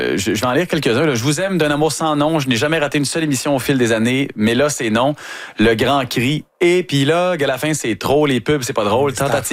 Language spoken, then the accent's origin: French; Canada; je suis canadien et ça, ça me rend extrêmement heureux.